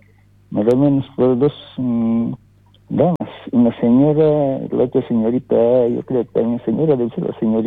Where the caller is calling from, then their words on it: Poopó, Oruro, Bolivia; a mi pueblo de Popó